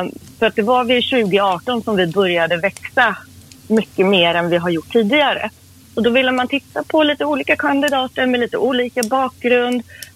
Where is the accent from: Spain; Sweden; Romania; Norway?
Sweden; Gävle, Gävleborg County; also born or lived in Iran / Sandviken / Stockholm; Jag kom till Sverige som 2-åring med min familj. Vi flydde hit från Iran. Uppväxt i Gävle, Sandviken och Stockholm.